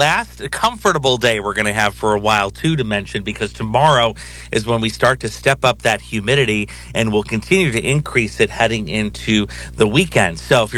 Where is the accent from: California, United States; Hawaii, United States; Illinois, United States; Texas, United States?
Illinois, United States; Sterling; moved away; I was back home in my hometown of Sterling.